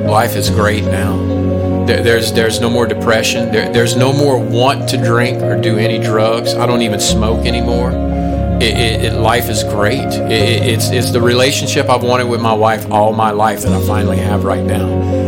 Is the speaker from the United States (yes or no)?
yes; Louisiana, United States; I grew up here in Louisiana. This is the Deep South all my life.